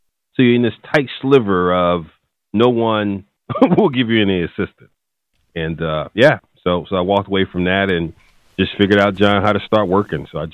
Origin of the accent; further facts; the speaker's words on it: Philadelphia, Pennsylvania, United States; Well, you know, North Philly was tough back then.